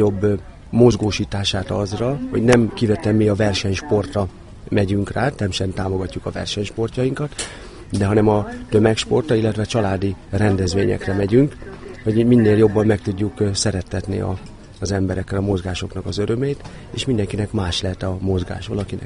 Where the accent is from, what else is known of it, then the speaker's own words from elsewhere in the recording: Vonyarcvashegy, Zala, Hungary; born there; mivel én ide születtem a Balatonra